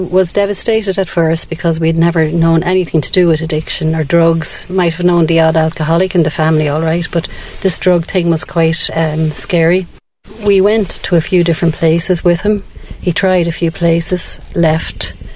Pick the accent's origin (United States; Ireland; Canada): Ireland; Dublin, Leinster; I'm from Dublin. And I'm a parent of a child who was into addiction.